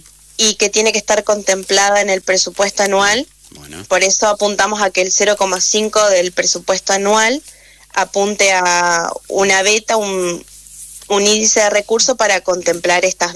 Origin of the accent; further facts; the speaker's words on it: Victoria, Entre Ríos, Argentina; como argentino, como victorienses.